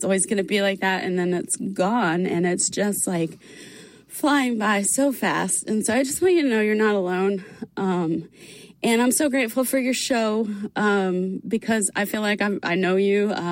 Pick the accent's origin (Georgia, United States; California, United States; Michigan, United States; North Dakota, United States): Georgia, United States